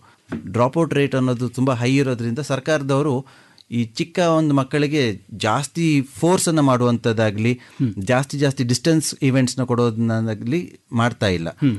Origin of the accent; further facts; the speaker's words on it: Kodagu, Karnataka, India; now in Mysuru, India; ಮೂಲತಃ ಕೊಡಗಿನವರು, ಬಟ್ ಸದ್ಯಕ್ಕೆ ಮೈಸೂರಿನಲ್ಲಿ ಸೆಟ್ಲ್ ಆಗಿದ್ದೀವಿ.